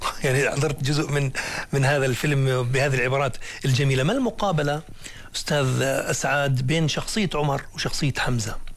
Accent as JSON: {"language": "Arabic", "country": "Jordan"}